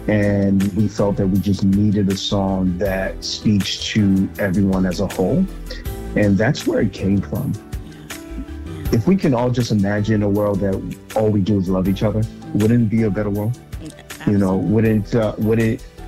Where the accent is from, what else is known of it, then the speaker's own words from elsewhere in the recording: Lagos, Nigeria; I'm originally from Nigeria, and I was back home working on a project